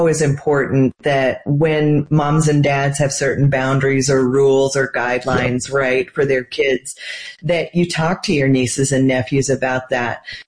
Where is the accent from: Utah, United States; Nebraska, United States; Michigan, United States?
Nebraska, United States; Well, I grew up in Nebraska, and we have no professional sports teams there, and so you get to pick what you like, and I love the Evil Empire.